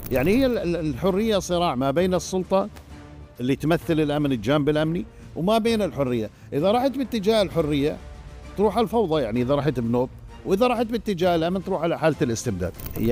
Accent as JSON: {"language": "Arabic", "country": "Syria", "moved": "as an adult", "said": "طبعا أنا طلعت من سوريا لأنه نتيجة طلب النظام، طلبني ب 15/11/2014"}